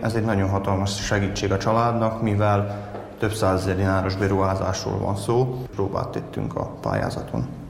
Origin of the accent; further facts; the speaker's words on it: Kavilló, Vojvodina, Serbia; Kavillóról jöttem. Van egy nagyon szép kis családi házunk Kavillón